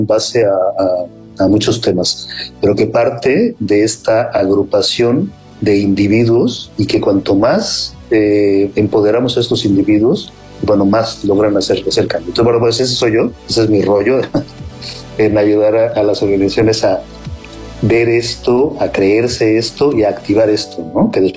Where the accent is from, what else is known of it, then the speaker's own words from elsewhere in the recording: Mexico; born there; efectivamente, un individuo que nací en México